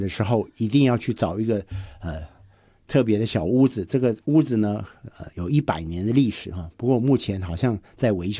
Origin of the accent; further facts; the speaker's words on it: Tainan, Taiwan; moved away; 我们都是同乡，然后我们是来自于台南，但是我们在台北认识